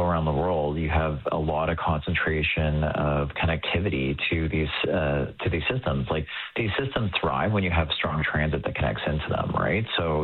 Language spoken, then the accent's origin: English; Edmonton, Alberta, Canada; I'm from Edmonton.